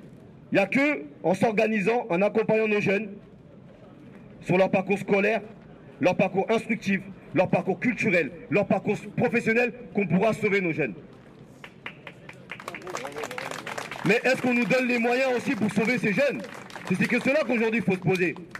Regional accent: France; nous en tant que citoyens français, nous on est des Français, moi je ne vais pas renier ce côté-là, j'ai une double culture. Et j'en suis fier d'avoir cette double culture.

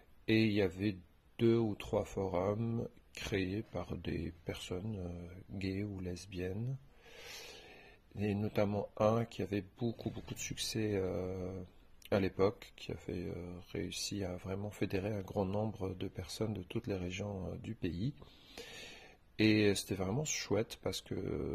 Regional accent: Algeria; j'ai 40 ans et je vis en Algérie. Je m'identifie comme homosexuel ou gay. J'ai vécu toute ma vie ici.

